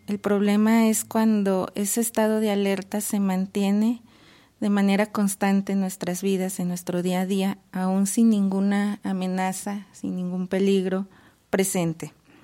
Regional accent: Mexico; seguimos siendo mexicanos

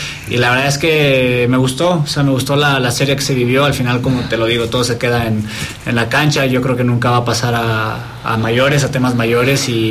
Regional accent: Mexico

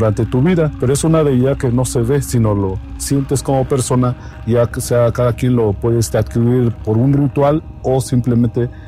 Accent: Oaxaca, Mexico; first language Mazatec; Spanish is a second language

